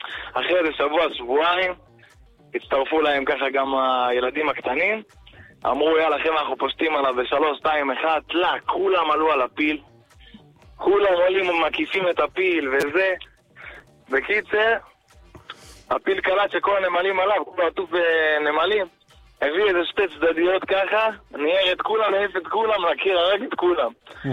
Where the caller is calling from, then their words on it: Ramat Gan, Tel Aviv District, Israel; אני מרמת גן